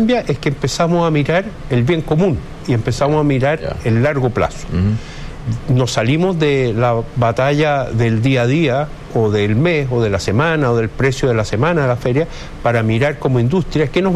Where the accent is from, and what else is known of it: Chile